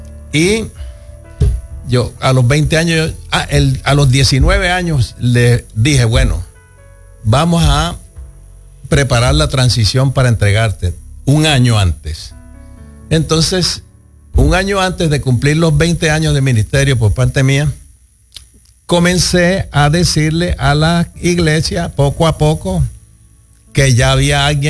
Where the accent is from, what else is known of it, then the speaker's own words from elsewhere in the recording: Colombia; moved away; Cuando nosotros nos vinimos de Colombia, no teníamos en el panorama esto de cristianismo ni nada de esas cosas.